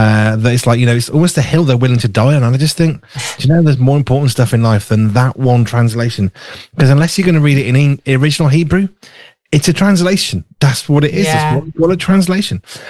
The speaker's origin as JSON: {"language": "English", "town": "Wolverhampton", "region": "West Midlands", "country": "United Kingdom", "tie": "born or raised there", "accent": "Black Country", "said": "I mean, I grew up in Wolverhampton in the Midlands, not far from Birmingham. Went up to Manchester. It's not even 2 hours in the car, and yet the young people couldn't understand a single word I was saying."}